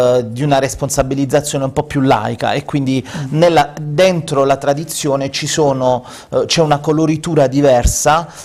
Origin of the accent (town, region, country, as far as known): Taranto, Apulia, Italy